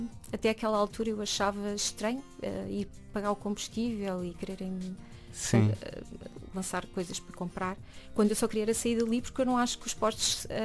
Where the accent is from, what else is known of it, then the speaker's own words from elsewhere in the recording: Leiria, Portugal; Nós estamos entre a serra e o mar, temos Fátima por perto também